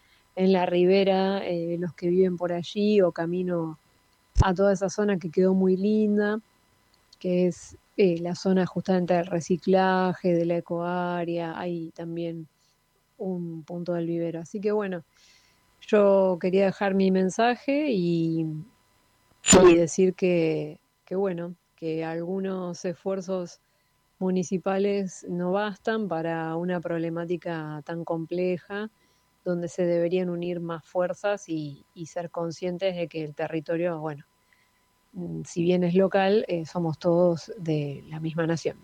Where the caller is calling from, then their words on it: Avellaneda, Buenos Aires Province, Argentina; soy vecina del barrio de Villa Domínico, en Avellaneda.